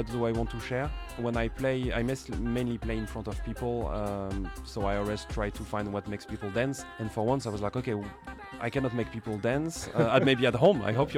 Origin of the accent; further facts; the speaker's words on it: south of France, France; I think it would be where I'm coming from South of France.